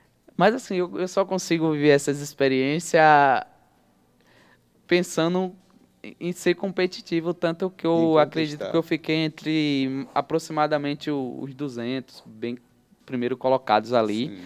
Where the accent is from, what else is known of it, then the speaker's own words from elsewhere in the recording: Alagoas, Brazil; moved away; era um objetivo meu correr em Alagoas. Por ser minha terra natal